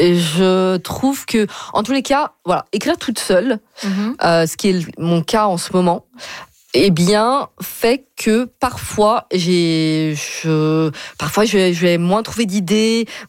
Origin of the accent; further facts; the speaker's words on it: France; en tout cas moi je viens de France. En France, il y a peut-être plus, on dit toujours, il y a le côté organique d'écrire un film.